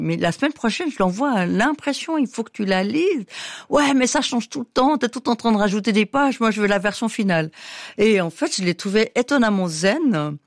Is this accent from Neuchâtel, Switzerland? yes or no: no; Valais, Switzerland; now in Lausanne, Switzerland; Et quand on vient du Valais, on connaît une personne, on dit bonjour.